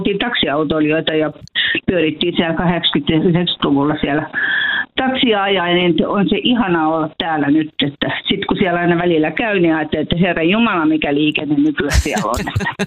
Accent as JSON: {"language": "Finnish", "town": "Helsinki", "region": "Uusimaa", "country": "Finland", "tie": "born or raised there", "lives_now": "Leivonmäki, Finland", "said": "Me ollaan siis ihan Helsingistä kotoisin."}